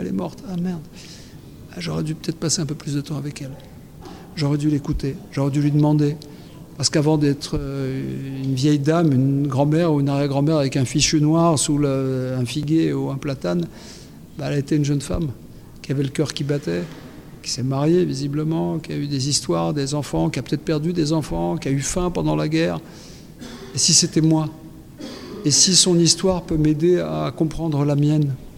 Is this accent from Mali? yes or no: no; France; born there